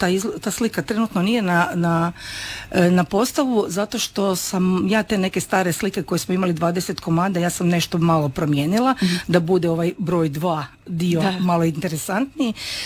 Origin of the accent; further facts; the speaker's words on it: Zagreb, City of Zagreb, Croatia; mi smo iz Zagreba